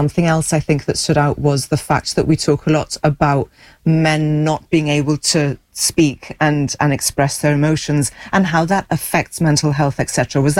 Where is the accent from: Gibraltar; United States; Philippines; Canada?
Gibraltar; because we're from Gib and we can tell where it's set.